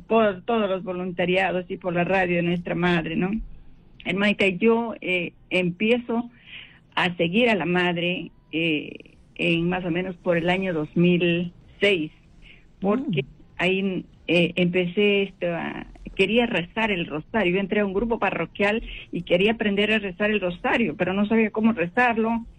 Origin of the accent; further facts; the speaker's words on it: Chachapoyas, Amazonas, Peru; moved away as an adult; now in Lima, Peru; yo soy de Chachapoyas